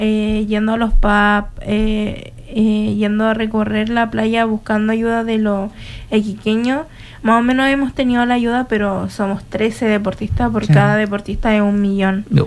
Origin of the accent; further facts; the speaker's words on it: Chile; somos varios chilenos que son de varias regiones